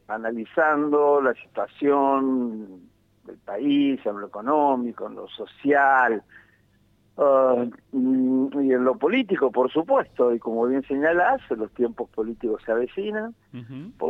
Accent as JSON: {"language": "Spanish", "region": "Santa Fe", "country": "Argentina", "said": "Si vos me preguntás a mí como santafesino"}